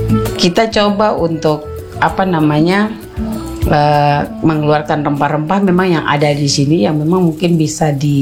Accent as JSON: {"language": "Indonesian", "region": "Papua", "country": "Indonesia", "said": "Karena memang dari dulu kita orang Papua ada sebagian suku yang memang punya garamnya tuh gak itu"}